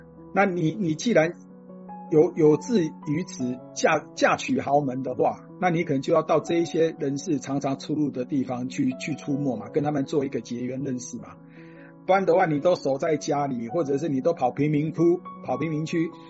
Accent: Taiwan

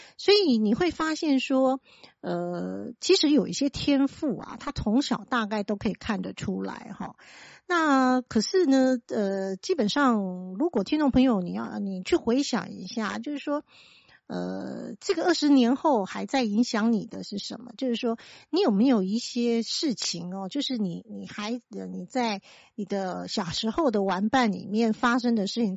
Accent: Kaohsiung, Taiwan; 那我的国中是在这个爱河的旁边齁，因为我是高雄人齁。

